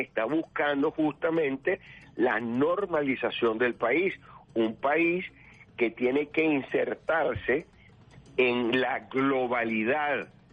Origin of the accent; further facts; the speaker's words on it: Venezuela; siento satisfacción como venezolano